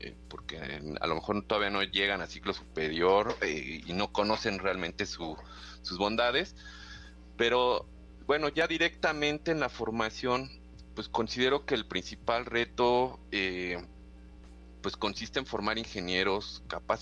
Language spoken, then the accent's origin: Spanish; Nezahualcóyotl, State of Mexico, Mexico; yo crecí en Valle de Aragón, que es una está en el municipio de Nezahualcóyotl, de Estado de México.